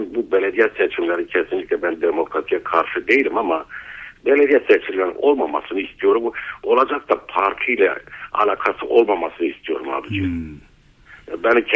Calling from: Nurdağı, Gaziantep, Turkey; Ben Gaziantep Nurdağ'dan arıyorum

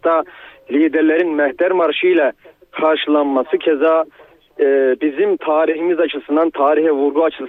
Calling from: Istanbul, Turkey; Mecidiyeköy'den arıyorum ben efendim.

